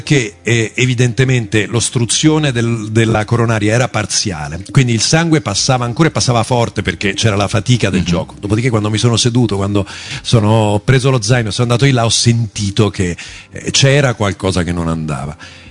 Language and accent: Italian; Umbria, Italy; sono umbro di origine